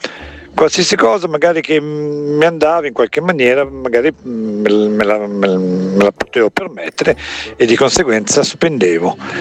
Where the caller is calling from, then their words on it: Vigevano, Lombardy, Italy; da Vigevano.